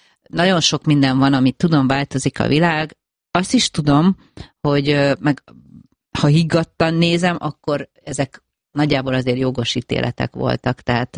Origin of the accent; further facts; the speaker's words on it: Hajdúböszörmény, Hajdú-Bihar, Hungary; also born or lived in Debrecen; Én a debreceni pályán nőttem fel hajdúböszörményiként